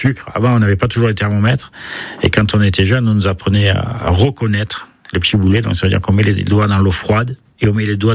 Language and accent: French; Carpentras, Provence-Alpes-Côte d'Azur, France; now in Savigny-sous-Faye, France; je suis originaire de Carpentras, pays de la fraise.